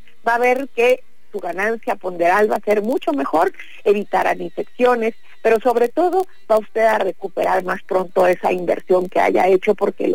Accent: Mexico; Somos México, y como mexicanos somos grandes.

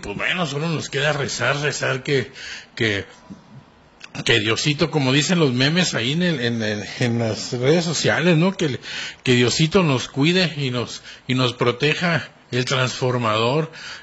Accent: Mexicali, Baja California, Mexico; Yo sé que somos de Mexicali, que resistimos, que somos la raza de bronce

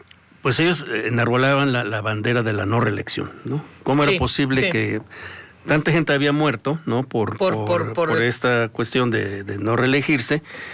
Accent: Mexico

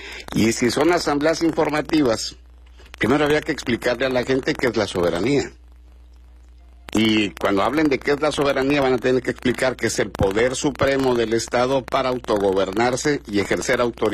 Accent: Mexico; En primer lugar, como mexicano, yo no veo que haya una potencia extranjera amenazando el territorio mexicano.

